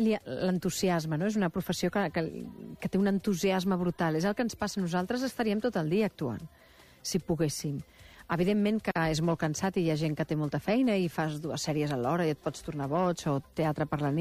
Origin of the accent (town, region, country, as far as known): Barcelona, Catalonia, Spain